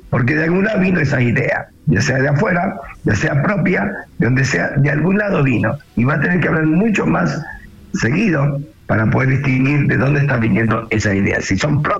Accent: Argentina; obviamente que tengo que soy argentino y me gusta que Argentina gane

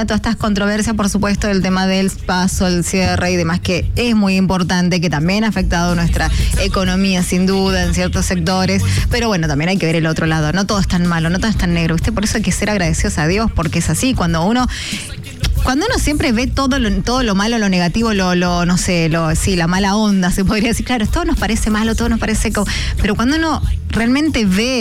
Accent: Mendoza, Argentina; los propios mendocinos, a ver, tampoco somos los gran sabiondos, vivimos en Mendoza

